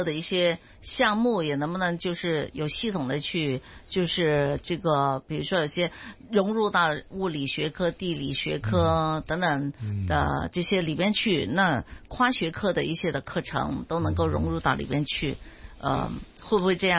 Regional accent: China; 你看我们中国人哈，就是已经在几千年前

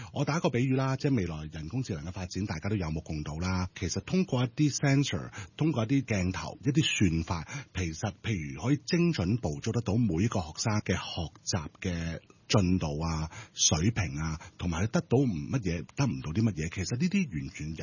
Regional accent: Hong Kong; 我哋香港人

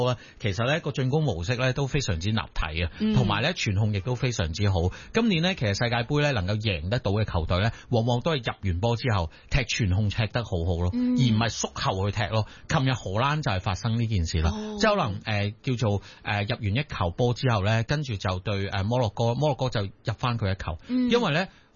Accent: Hong Kong; 我哋香港人食开嗰种麻辣

